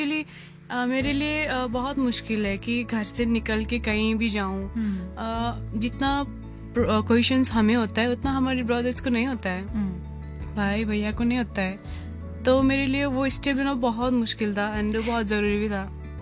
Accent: Nepal; Hindi is a second language; moved away as an adult; now in India; वैसे मैं नेपाल से हूँ, बिलोंग वहीं से करती हूँ, बट अभी मेरा शादी हुआ है यहाँ पर।

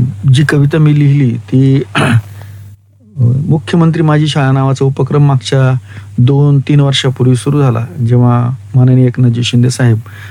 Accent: Niphad, Maharashtra, India; now in Nashik, India; मी मूळ सदीफडचा असल्यामुळे तसा मी कुसुमाग्रजांचा तालुक्यातला आहे

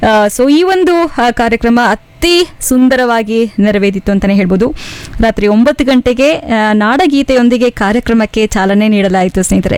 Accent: Shivamogga, Karnataka, India; ನಮ್ಮ ಹೆಮ್ಮೆಯ ಶಿವಮೊಗ್ಗದಲ್ಲಿ ಖುಷಿಯಾಗತ್ತೆ. ನಾವು ಈ ಒಂದು ಮಣ್ಣಿನಲ್ಲಿ ಹುಟ್ಟಿ ಈ ಒಂದು ನಾಡಲ್ಲಿ ಈ ಒಂದು ನಮ್ಮ ಊರಲ್ಲಿ ಇದ್ದೀವಿ

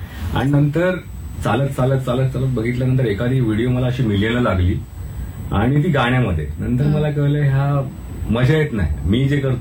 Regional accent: Mumbai, Maharashtra, India; born there; मी जिथे जन्मलोय लालबाग काळा जो की परेल या एरियामध्ये खूप काही गोष्टी घडलेल्या आहेत

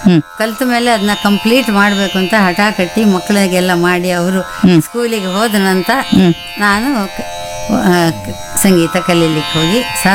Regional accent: Kundapur, Karnataka, India; ಕೊನೆಗೆ ನಾವು ಕುಂದಾಪುರಕ್ಕೆ ಬಂದ್ವಿ ನಮ್ಮ ಊರಿಗೆ.

